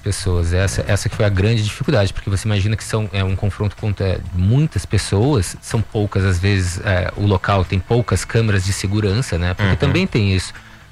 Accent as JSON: {"language": "Portuguese", "town": "Porto Alegre", "region": "Rio Grande do Sul", "country": "Brazil", "moved": "yes", "lives_now": "São Paulo, Brazil", "said": "eu que sou de Porto Alegre"}